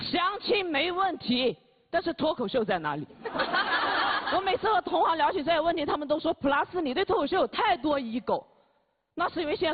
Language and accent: Chinese; Chengdu, Sichuan, China; 我说对对对，我们成都人有抑郁症。